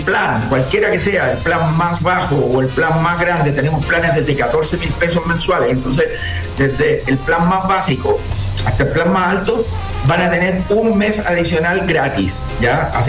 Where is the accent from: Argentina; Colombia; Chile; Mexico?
Chile